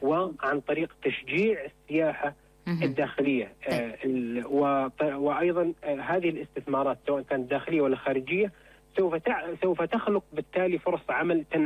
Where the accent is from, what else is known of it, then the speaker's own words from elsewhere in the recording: Syria; يعني إحنا كسوريين يعني ما عندنا اطلاع كافي على بلدنا